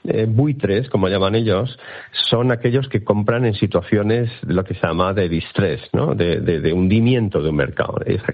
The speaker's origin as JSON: {"language": "Spanish", "town": "Bilbao", "region": "Basque Country", "country": "Spain", "said": "O sea, yo que soy de Bilbao y se me pongo el ejemplo muy sencillo. O sea, si se prohibiera desahuciar a los vascos, nadie alquilaría a los vascos."}